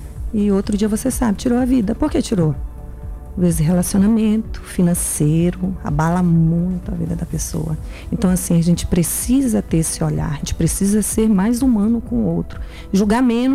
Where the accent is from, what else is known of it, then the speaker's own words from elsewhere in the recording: Laranjal do Jari, Amapá, Brazil; also born or lived in Macapá; eu fui criada assim, Laranjal do Jari.